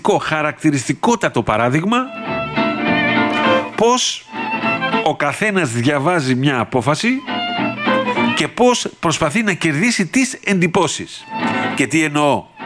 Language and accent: Greek; Greece